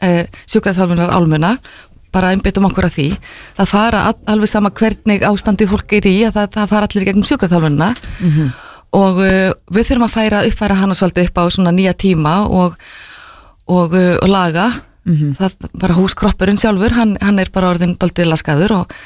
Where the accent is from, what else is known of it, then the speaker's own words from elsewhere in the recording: Mosfellsbær, Capital Region, Iceland; Ég er náttúrulega Mosfellingur